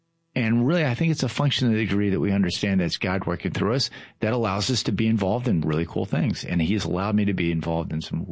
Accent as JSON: {"language": "English", "town": "Baltimore", "region": "Maryland", "country": "United States", "tie": "born or raised there", "said": "So I grew up in Baltimore, which is indeed south of the Mason-Dixon line. But maybe I think it's easier for people from Baltimore to be humble when our really what we are is we're Baltimoreans."}